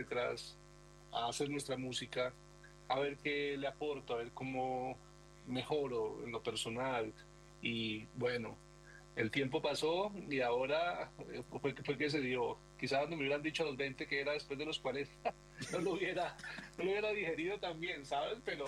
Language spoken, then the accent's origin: Spanish; Macaravita, Santander, Colombia; moved away as an adult; soy natural de Macaravito, un municipio poblado pequeño aquí en Santander, en Colombia, y criado en vereda, en el campo, en medio de ganado